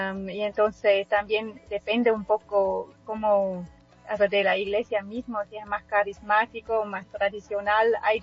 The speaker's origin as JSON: {"language": "Spanish", "country": "Switzerland", "tie": "born there", "also_born_or_lived": "Bolivia", "first_language": "Swiss German", "second_language": "Spanish", "said": "hay partes en cuales se habla alemán, otra parte se habla francés, otro italiano, y yo nací en el parte alemán."}